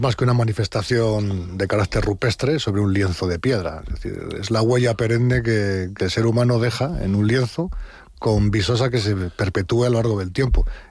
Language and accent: Spanish; Navas de Oro, Castile and León, Spain; Yo soy de Navas de Oro, vivo en Navas de Oro, es el pueblo de mis abuelos, de mi madre